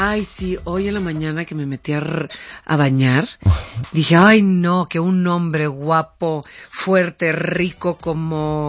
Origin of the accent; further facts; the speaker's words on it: Mexico; Y así somos los mexicanos.